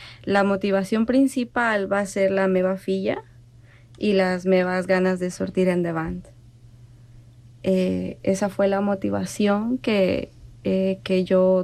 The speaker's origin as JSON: {"language": "Catalan", "region": "La Paz", "country": "Bolivia", "second_language": "Catalan", "moved": "as an adult", "lives_now": "Sant Cugat, Spain", "said": "Soc de La Paz."}